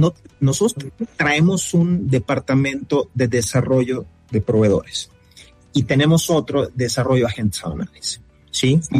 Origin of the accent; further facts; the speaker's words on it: Mérida, Yucatán, Mexico; yo soy de Mérida